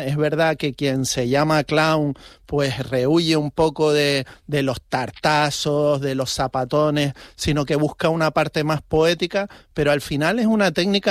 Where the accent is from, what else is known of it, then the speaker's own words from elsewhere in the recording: Canary Islands, Spain; la gente ahí en Canarias. Entonces, vamos a ver si puedo traer esto a de donde yo soy.